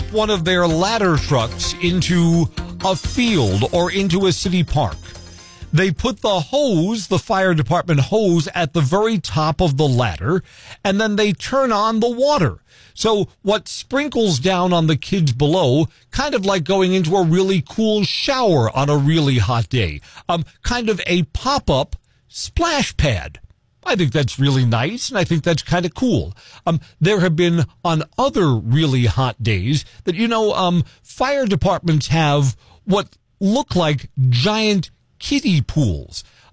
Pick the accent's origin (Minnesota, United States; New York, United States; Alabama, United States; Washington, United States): New York, United States; New York City; now in Central Wisconsin, United States; the different growing up experiences that I had growing up in New York City compared to you, many of whom have grown up here in the country of Central Wisconsin.